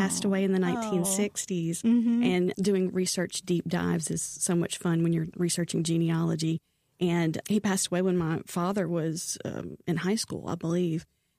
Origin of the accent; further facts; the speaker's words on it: Elkmont, Alabama, United States; Because I'm from Limestone County. I'm from Elkmont originally.